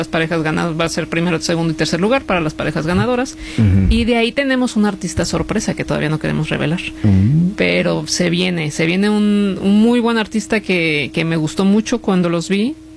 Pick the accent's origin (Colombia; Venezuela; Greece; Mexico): Mexico; Mexico City; como se hace allá en mi tierra, en Ciudad de México.